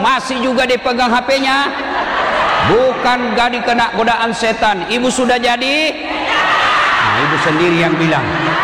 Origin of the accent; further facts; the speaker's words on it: South Sulawesi, Indonesia; Saya dari Sulawesi Selatan, musafir dakwah.